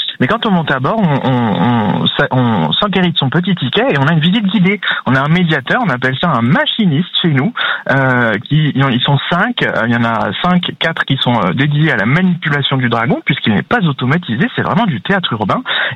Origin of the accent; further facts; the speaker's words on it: Calais, Hauts-de-France, France; la rencontre qui a eu lieu chez nous à Calais